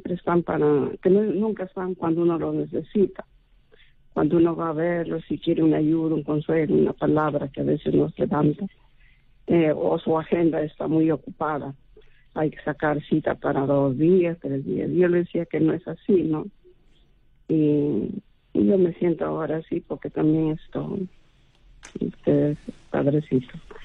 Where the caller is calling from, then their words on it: Trujillo, La Libertad, Peru; de Trujillo, padre.